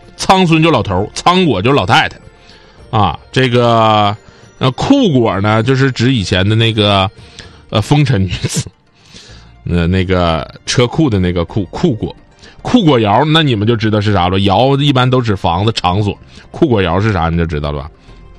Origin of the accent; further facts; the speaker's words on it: Changchun, Jilin, China; 不是我们长春这个长春啊